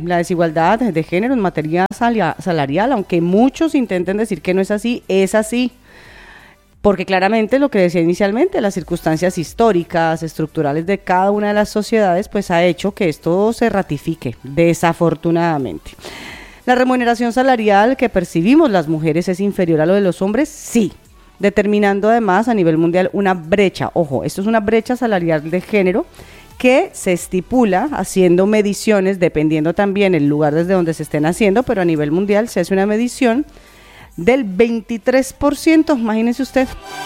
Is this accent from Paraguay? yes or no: no; Bogotá, Colombia; now in Spain; de la capital de Colombia, de mi ciudad natal.